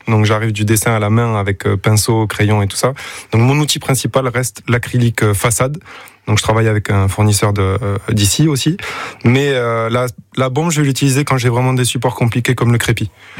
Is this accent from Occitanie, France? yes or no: yes; Occitanie, France; c'est peut-être parce que je viens de Cerdagne, mais j'ai ce truc un peu saisonnier